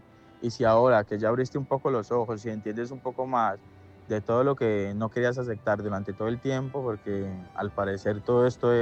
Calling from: Colombia; Estoy bien escuchando el programa. Realmente, bueno, soy colombiano primero que todo. Tengo 30 años.

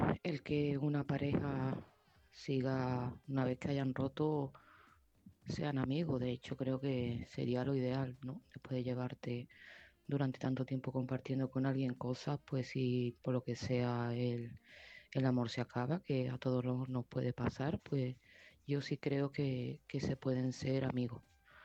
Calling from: Seville, Andalusia, Spain; de Sevilla y este mensaje va para Maite.

